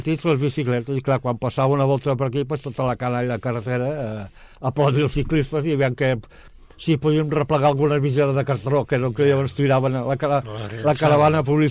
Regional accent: Vilanova i la Geltrú, Catalonia, Spain; now in Cunit, Spain; va decidir agafar llogar un pis a Vilanova, i llavors allà vaig néixer, allà em vaig criar, però cada setmana em portaven aquí amb els avis.

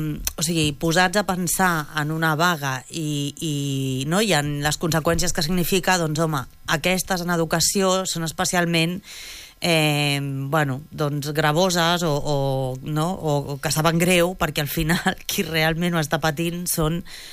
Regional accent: Badia del Vallès, Catalonia, Spain; Jo soc de Badia del Vallès, eh?

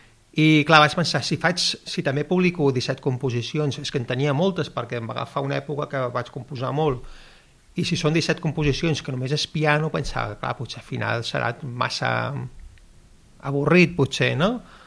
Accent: Mataró, Catalonia, Spain; born there; moved away as an adult; also born or lived in London; jo vaig néixer a Mataró, que a Mataró tampoc és que hi hagi molta... Si et vols dedicar a composar, pues allà no hi ha indústria musical.

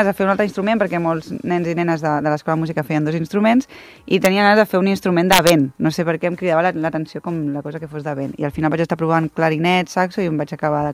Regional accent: Barcelona, Catalonia, Spain

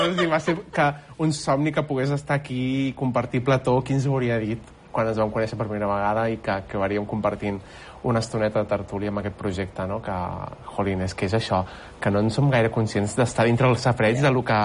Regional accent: Catalonia, Spain; nosaltres som del Baix Penedès, eh? I de rural

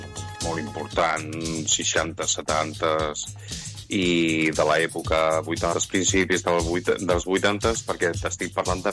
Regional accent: Badalona, Catalonia, Spain; born there; Doncs a Badalona. Jo sóc fill de Badalona, en el 68.

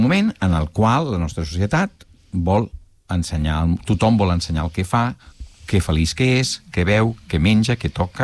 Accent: Barcelona, Catalonia, Spain; moved away; soc molt barceloní

